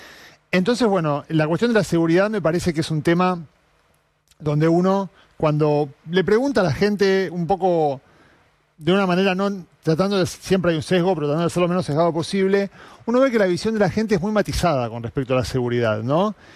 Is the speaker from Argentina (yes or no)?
yes; Argentina; cómo nos pensamos nosotros como argentinos